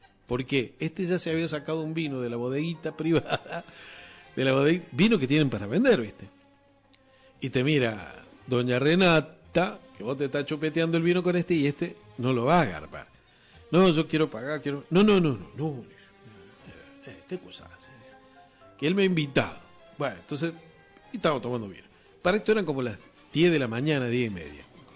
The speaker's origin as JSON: {"language": "Spanish", "country": "Argentina", "said": "Bueno, soy argentino."}